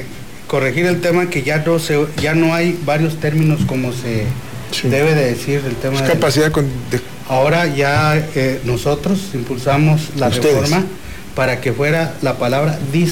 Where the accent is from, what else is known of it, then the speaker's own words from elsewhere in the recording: Zacatecas, Mexico; now in Tabasco, Mexico; De que soy zacatecano, orgullosamente soy zacatecano, pero ya soy más tabasqueño que zacatecano.